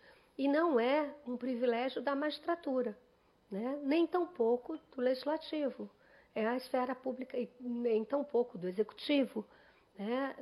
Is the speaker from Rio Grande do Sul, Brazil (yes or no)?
no; São Paulo, Brazil; born there; now in Rio de Janeiro, Brazil; eu sou paulista, eu sou nascida aqui. Então, eu me carioquei, a vida me cariocou, mas eu sou daqui.